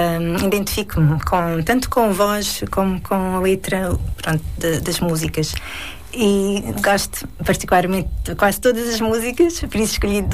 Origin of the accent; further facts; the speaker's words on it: Portalegre, Alentejo, Portugal; moved away as an adult; also born or lived in Lisbon; now in Mafra, Portugal; A minha cidade natal, como disseste, é Porto Alegre, um sítio bastante tranquilo. E passei lá toda a minha infância, assim como a adolescência, e acabei por tirar o curso de gestão também na STG de Porto Alegre. Depois, aos 23 anos, vim para Lisboa trabalhar e acabei por ficar.